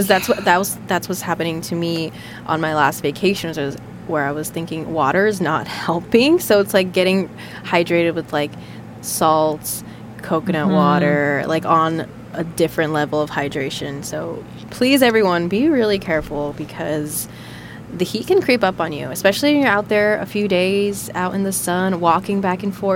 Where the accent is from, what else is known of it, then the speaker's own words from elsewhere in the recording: California, United States; I love being in the heat. I'm from SoCal.